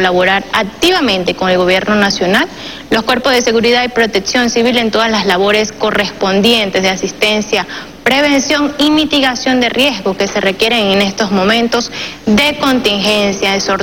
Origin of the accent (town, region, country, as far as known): Venezuela